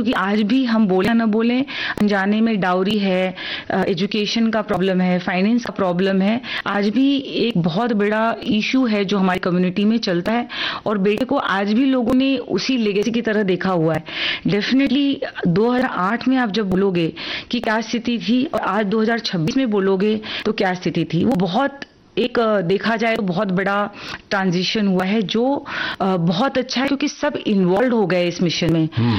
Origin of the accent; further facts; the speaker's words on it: Uttar Pradesh, India; क्योंकि हम उत्तर प्रदेश से हैं, राजस्थान हुआ या हरियाणा हुआ